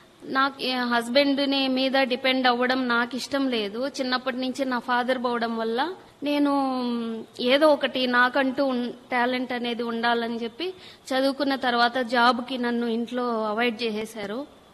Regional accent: Tirupati, Andhra Pradesh, India; నేను తిరుపతి చెర్లోపల్లి నుంచి వచ్చాను.

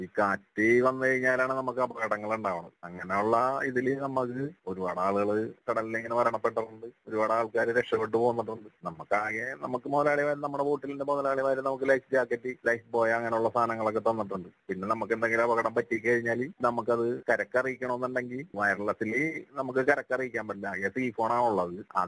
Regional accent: Malampuzha, Kerala, India; ഞാൻ മലമ്പുഴ സ്വദേശിയാണ്.

